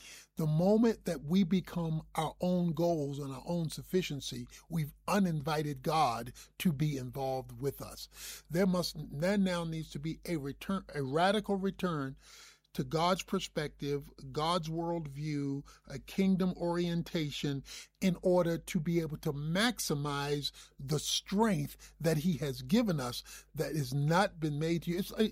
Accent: Dallas, Texas, United States; You know, I'm from Dallas, you know, which means that you're a Cowboy fan.

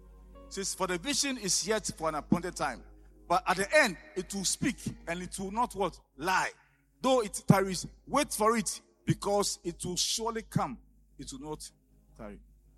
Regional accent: Etibi, Ghana; were bringing me from my hometown, Etibi, to Accra.

